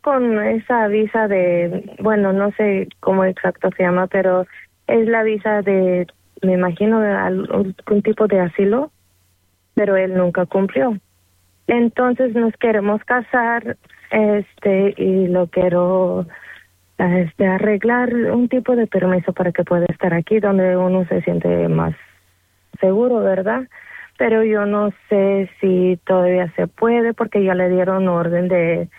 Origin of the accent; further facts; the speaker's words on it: United States; Yo soy nacida aquí, yo soy americana, y ya me quiero casar con mi pareja.